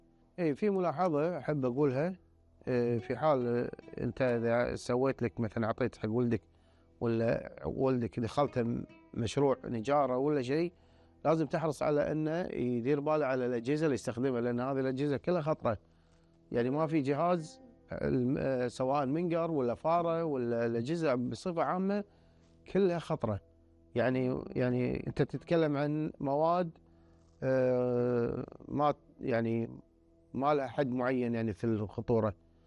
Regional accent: Kuwait; احنا من الكويت

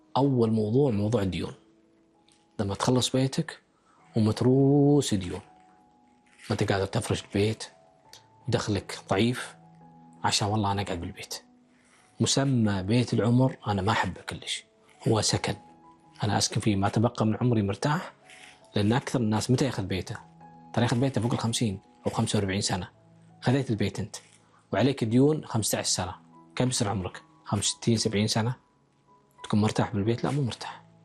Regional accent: Kuwait; عندنا بالكويت

